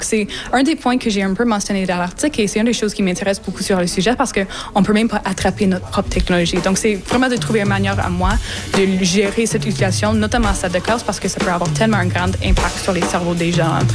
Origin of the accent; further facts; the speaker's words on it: Manitouwadge, Ontario, Canada; French is a second language; notamment parce que je viens de Manitouage. J'ai déjà une zone qui est assez anglophone. Je dois même voyager un an juste pour fréquenter une école secondaire française. Et moi-même, je suis la seule personne dans ma famille qui peut actuellement parler français.